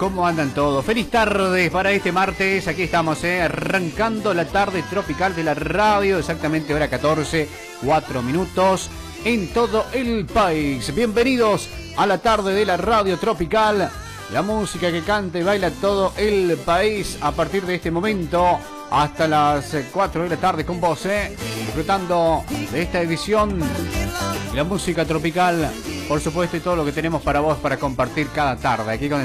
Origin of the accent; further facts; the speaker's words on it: Argentina; Si no sufrimos, no somos argentinos